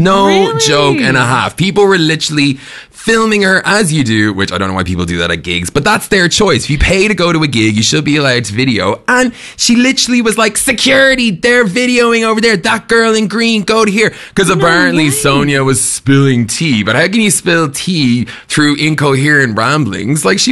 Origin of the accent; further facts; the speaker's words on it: Ireland; I'm Irish.